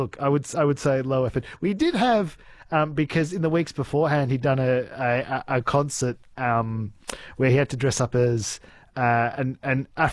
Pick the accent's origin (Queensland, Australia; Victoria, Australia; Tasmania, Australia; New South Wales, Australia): Victoria, Australia; moved away as an adult; now in Northern Territory, Australia; growing up in Victoria